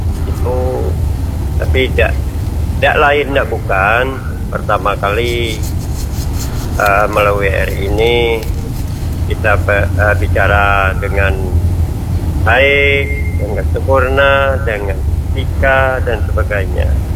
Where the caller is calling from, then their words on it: Bangka Belitung Islands, Indonesia; kami sebagai masyarakat Balunijuk